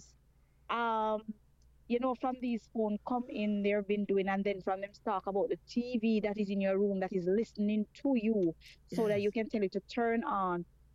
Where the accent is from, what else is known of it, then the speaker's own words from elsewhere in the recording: Jamaica; you know we're Jamaican.